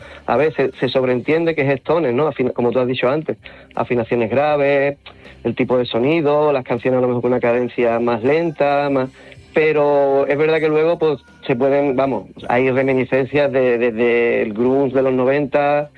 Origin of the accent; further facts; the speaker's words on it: San Pedro Alcántara, Andalusia, Spain; yo soy de San Pedro Alcántara.